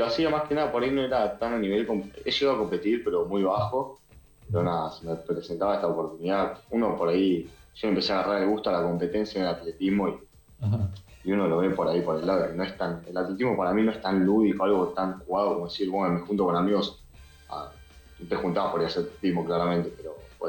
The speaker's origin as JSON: {"language": "Spanish", "town": "Monte Grande", "region": "Buenos Aires Province", "country": "Argentina", "said": "Yo soy de Monte Grande, pero practicaba también en un club de acá de Monte Grande."}